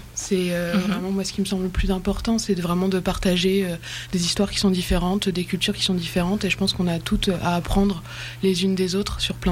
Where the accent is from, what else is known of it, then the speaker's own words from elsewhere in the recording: France; J'ai 29 ans. Je suis française aussi